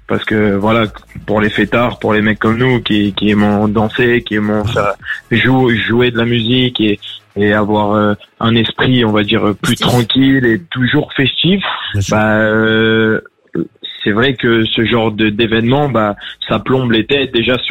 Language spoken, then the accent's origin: French; Paris, Île-de-France, France; Je viens de Paris.